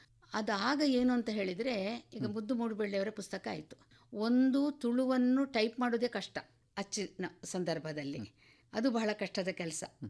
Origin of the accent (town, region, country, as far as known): Dakshina Kannada district, Karnataka, India